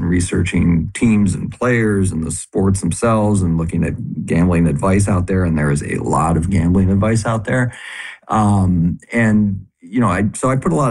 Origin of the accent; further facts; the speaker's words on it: Cleveland, Ohio, United States; I'm a Cleveland sports fan, born and raised.